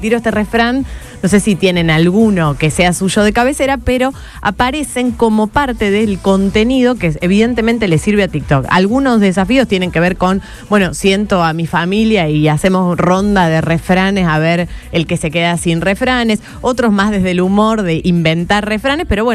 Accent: Rosario, Santa Fe, Argentina

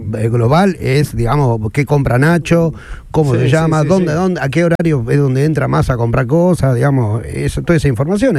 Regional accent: Argentina; nos vemos como somos, argentinos, buena gente, gente a derecho, familiares, apasionados del fútbol.

